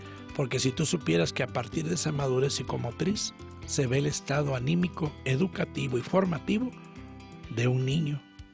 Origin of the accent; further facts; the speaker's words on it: Tuxtepec, Oaxaca, Mexico; Te lo digo así porque mira, allá en mi tierra, en Tuxtepec, Oaxaca, los niños a la edad de preescolar, mira, van al campo.